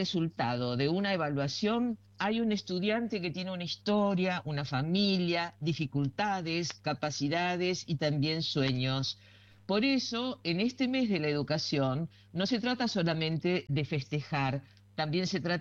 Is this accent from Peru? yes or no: no; Argentina; sobre todo que nos haga sentir orgullosos como argentinos.